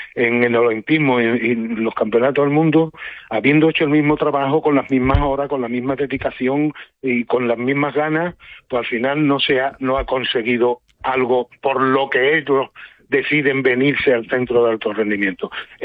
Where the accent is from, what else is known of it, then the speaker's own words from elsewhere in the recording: Ceuta, Spain; yo no soy el único medallista ceutí